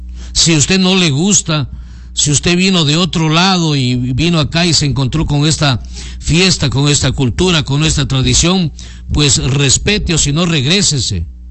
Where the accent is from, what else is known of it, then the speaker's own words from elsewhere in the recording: Gonzanamá, Loja, Ecuador; now in Macas, Ecuador; Y en mi pueblo, Gonzanamá